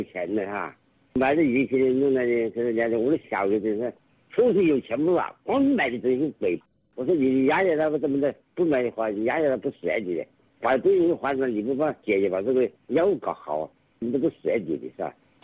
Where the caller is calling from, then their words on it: Tianjin, China; 我是天津